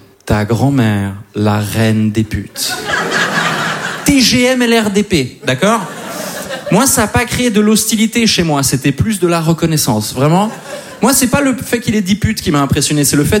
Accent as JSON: {"language": "French", "country": "Switzerland", "tie": "born there", "said": "Et je suis né en Suisse un 20 avril"}